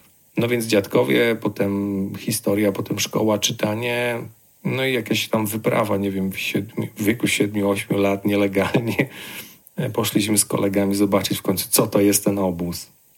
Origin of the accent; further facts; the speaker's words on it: Oświęcim, Lesser Poland, Poland; moved away as an adult; now in Ireland; ja urodziłem się w Oświęcimiu.